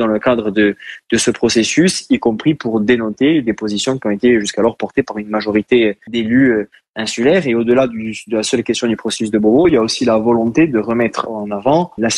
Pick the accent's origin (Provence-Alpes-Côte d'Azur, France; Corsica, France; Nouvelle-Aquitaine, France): Corsica, France; chez nous en Corse.